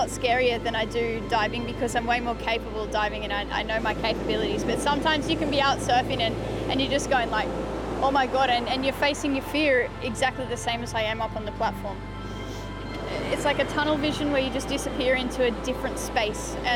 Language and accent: English; Newcastle, New South Wales, Australia; It's a part of where I come from. You know, I grew up in Australia, in Newcastle, in a coastal town.